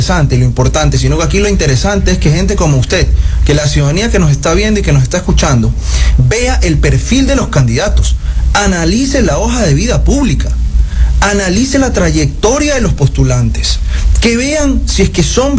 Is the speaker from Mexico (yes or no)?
no; Ecuador; yo aquí estoy como ecuatoriano y además como postulante